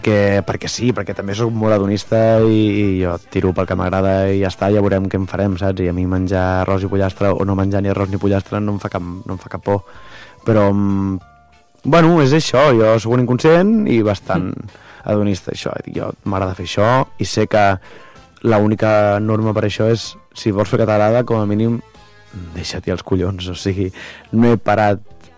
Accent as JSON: {"language": "Catalan", "town": "Cambrils", "region": "Catalonia", "country": "Spain", "tie": "born or raised there", "said": "Jo soc de Tarragona i tal, soc de Cambrils"}